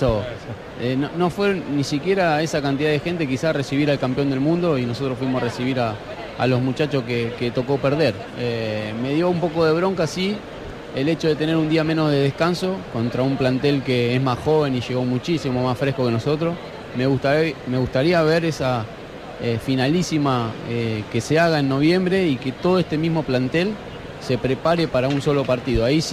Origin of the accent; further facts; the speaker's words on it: Argentina; Nosotros estamos mal como argentinos